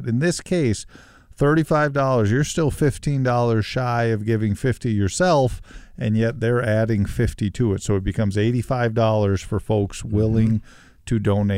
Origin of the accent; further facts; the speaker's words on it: England, United Kingdom; I'm an English guy